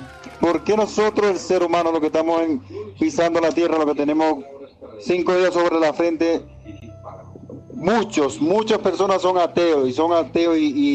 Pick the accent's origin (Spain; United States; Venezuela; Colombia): Venezuela; Vargas; los compatriotas míos, porque yo soy venezolano.